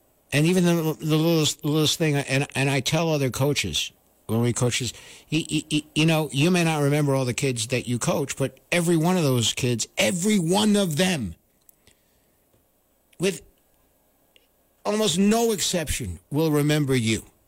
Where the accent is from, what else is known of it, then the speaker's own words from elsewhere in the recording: New York, United States; myself as a New Yorker